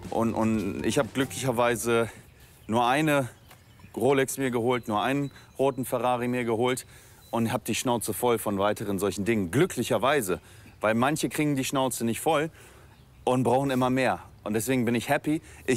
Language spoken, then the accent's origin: German; Northern Germany, Germany; born there; Also beide aus Polen und ich bin in Norddeutschland geboren schon.